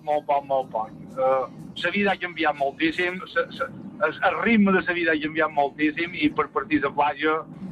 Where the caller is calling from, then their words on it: Ses Salines, Balearic Islands, Spain; de Ses Salines.